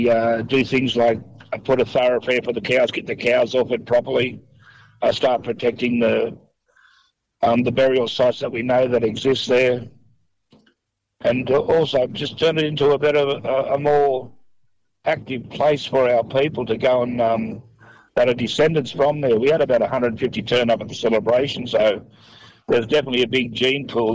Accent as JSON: {"language": "English", "town": "Gunnedah", "region": "New South Wales", "country": "Australia", "said": "I'm from Gunnedah. … I'm on the Giyinbarai clan of the Gomeroi Nation."}